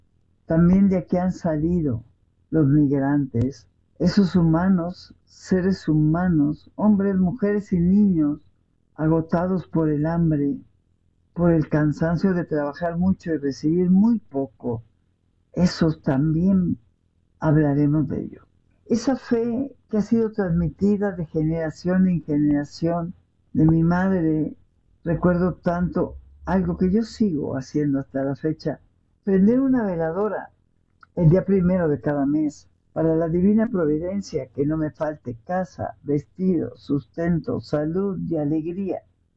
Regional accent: Mexico; hablar de México para mí es hablar de mi país

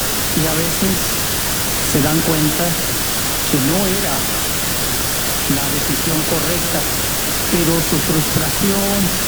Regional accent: Mexico; como buen mexicano, bromista, ¿no?

